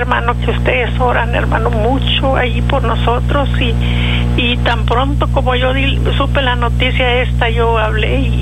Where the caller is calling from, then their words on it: Rio Hondo, Texas, United States; yo soy aquí de Río Hondo